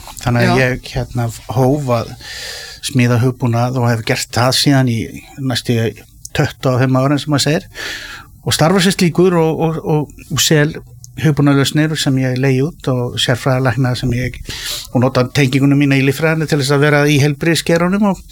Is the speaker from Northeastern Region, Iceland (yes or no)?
no; Kópavogur, Capital Region, Iceland; ég er Kópavogsbúi og hérna var í MK á sinni tíma